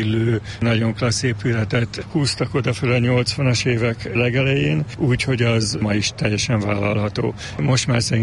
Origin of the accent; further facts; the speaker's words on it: Budapest, Hungary; Én egyébként abban a házban nőttem föl.